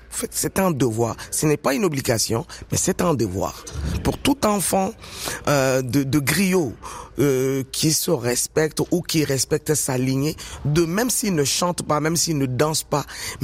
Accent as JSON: {"language": "French", "region": "Quebec", "country": "Canada", "said": "on aime bien le dire au Québec, chez nous, on est Québécois, mais des différentes souches. Mm-hmm. Mais nous sommes tous Québécois."}